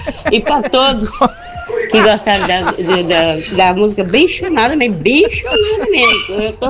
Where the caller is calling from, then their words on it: Guapiama, Brazil; daqui de Guapiama. Sou daqui da Rua dos Turcos.